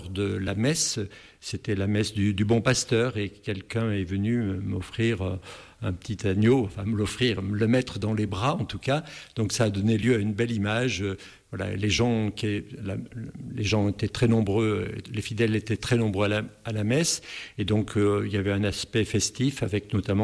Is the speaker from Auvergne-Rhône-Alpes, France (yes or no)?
yes; Mauves, Auvergne-Rhône-Alpes, France; Je suis de Mauves, je suis de l'Ardèche, très bien.